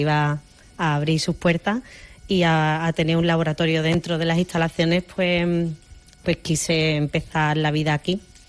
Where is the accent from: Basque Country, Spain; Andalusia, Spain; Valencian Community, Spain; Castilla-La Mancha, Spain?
Andalusia, Spain; Calañas; moved away as an adult; also born or lived in Seville; lo que me hizo volver a Calaña, ya hemos dicho antes que yo estaba viviendo en Sevilla, y lo que me hizo entrar en la empresa es, pues, las ganas de volver a mi tierra, las ganas de volver en un pueblo.